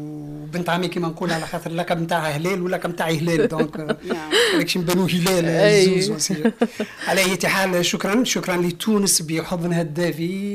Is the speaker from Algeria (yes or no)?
no; Mauritania; في المنطقة الجنوبية الغربية عندنا في موريتانيا